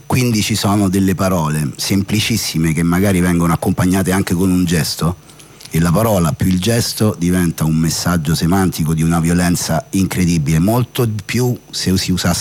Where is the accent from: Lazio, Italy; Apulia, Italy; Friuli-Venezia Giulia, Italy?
Lazio, Italy; Velletri; accent: Velletri dialect; il nostro dialetto, appunto, della città di Velletri, dialetto che noi parliamo, frequentiamo ed ascoltiamo da sempre